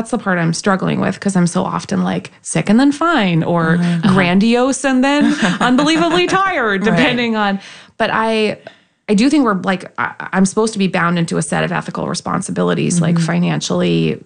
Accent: Canada; Like I remember the first time I was introduced to American evangelicalism as a Canadian

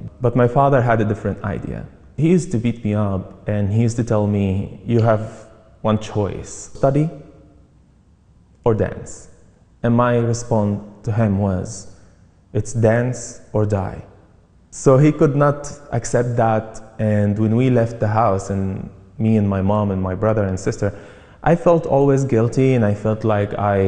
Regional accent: Damascus, Damascus Governorate, Syria; I am a dancer. I was born in Syria, in a refugee camp for stateless refugees in Damascus, Syria.

